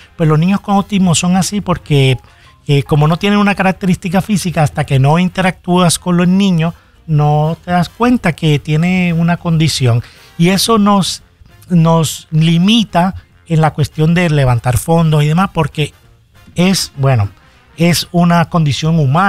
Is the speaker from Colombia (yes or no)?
yes; Colombia; Yo soy colombiano, voy a Colombia.